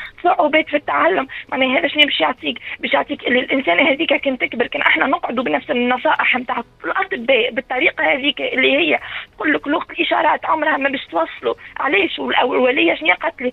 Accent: Tunisia; moved away as an adult; now in France; معناها ذهلت مدام اللي أنا تونسية،

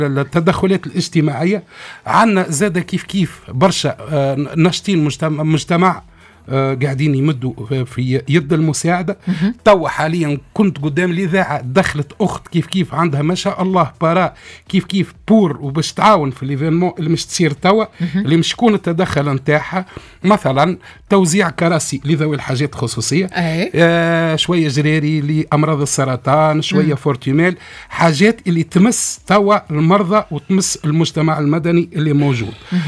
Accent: El Kef, Kef Governorate, Tunisia; born there; كيف مسقط رأسي أولا.

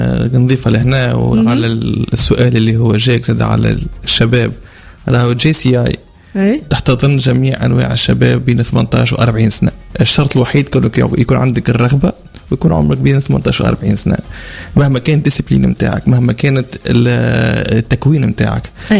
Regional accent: Tunisia; لا لا يا احنا نحكي تونسي ونقرب التونسي واحنا كنا توانسة.

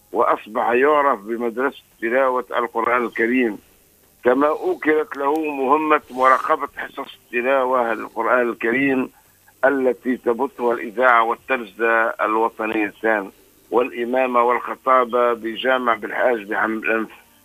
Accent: Tunisia; بلادنا تونس

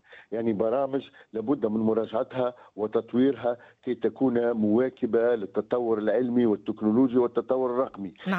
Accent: Tunisia; أولا جودة نحن عندنا تقريبا في تونس حققنا الوصول

